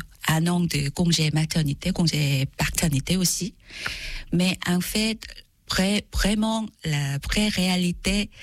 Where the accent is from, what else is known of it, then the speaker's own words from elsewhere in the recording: Seoul, South Korea; French is a second language; Oui, je suis venue de Séoul, la capitale de Corée du Sud. Je dois me préciser parce que j'entends très souvent la question, vous venez d'où? Corée du Nord, Corée du Sud? Donc oui, je suis sud-coréenne, oui, je viens de la Séoul.